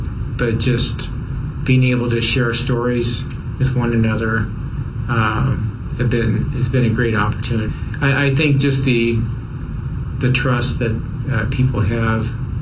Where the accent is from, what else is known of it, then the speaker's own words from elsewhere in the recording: Kansas, United States; So when I grew up in Kansas, our vacation actually was to come to Minnesota fishing.